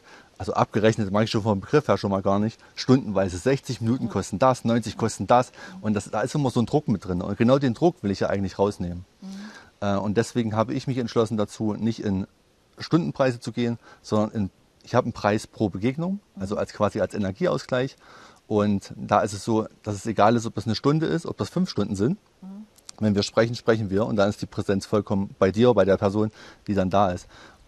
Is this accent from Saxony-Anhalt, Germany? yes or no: yes; Teuchern, Saxony-Anhalt, Germany; Ich komme aus Teuchern